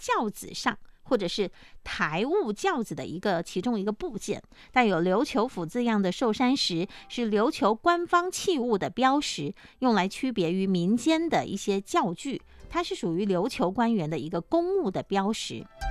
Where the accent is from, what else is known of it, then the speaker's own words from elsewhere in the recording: Fujian, China; 我们闽南，我们福建人